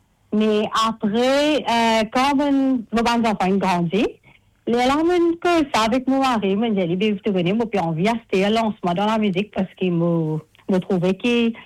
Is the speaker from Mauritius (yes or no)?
yes; Rose Hill, Mauritius; moved away as an adult; now in Sydney, Australia; À Maurice, moi, j'habite à Roseville, plus précisément, partie Stanley.